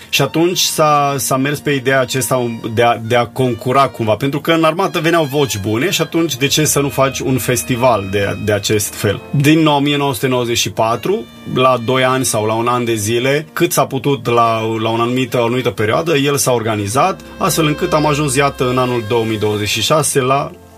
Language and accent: Romanian; Romania; pentru noi ca români.